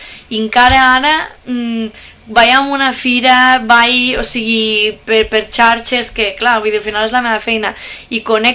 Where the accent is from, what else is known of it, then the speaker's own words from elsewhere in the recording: Lleida, Catalonia, Spain; Sempre diem, ho diem amb la boca petita, que som de Lleida